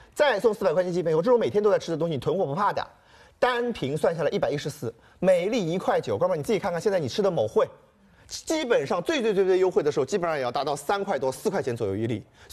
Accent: Shanghai, China; 我们上海人特别喜欢吃一个馄饨啊，叫菜肉馄饨。

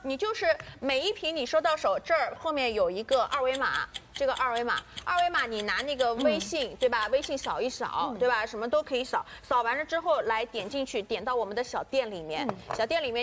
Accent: Shanghai, China; 我们上海人也很实惠的呀，

